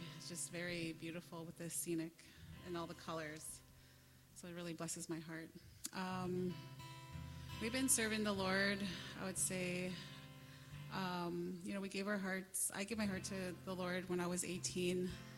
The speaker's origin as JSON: {"language": "English", "town": "Winnipeg", "region": "Manitoba", "country": "Canada", "tie": "born or raised there", "also_born_or_lived": "Island Lake, Manitoba", "said": "We're originally from Island Lake, which is northeast Manitoba. Very isolated community we come from. And I grew up in Winnipeg, though."}